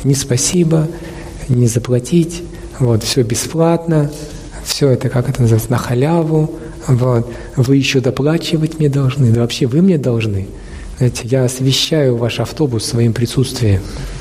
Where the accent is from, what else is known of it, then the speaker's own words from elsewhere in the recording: Russia; Я говорю, он меня спрашивает, ты откуда? Я с России.